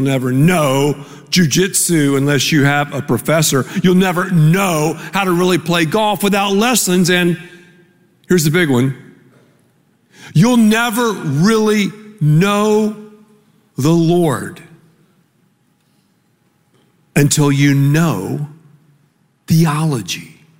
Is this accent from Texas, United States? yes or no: yes; Texas, United States; We're from Texas. I mean, I'm from the dirty South. I love a buffet.